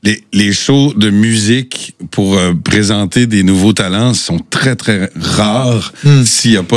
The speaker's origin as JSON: {"language": "French", "region": "Quebec", "country": "Canada", "said": "j'étais directeur de Star Academy chez nous au Québec."}